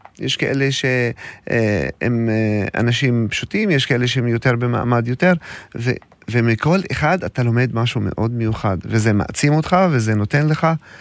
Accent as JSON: {"language": "Hebrew", "town": "Eilabun", "region": "Northern District", "country": "Israel", "said": "אני מגיע מאלבון"}